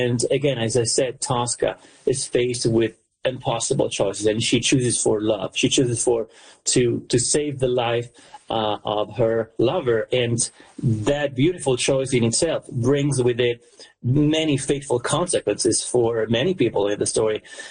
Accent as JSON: {"language": "English", "town": "Lucca", "region": "Tuscany", "country": "Italy", "tie": "born or raised there", "said": "Yes, Puccini was born in my hometown, or actually, I was born in his city."}